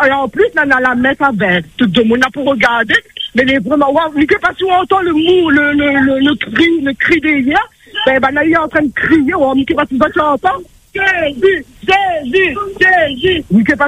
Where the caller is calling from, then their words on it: Saint-Leu, Réunion; Je vous appelle de Saint-Leu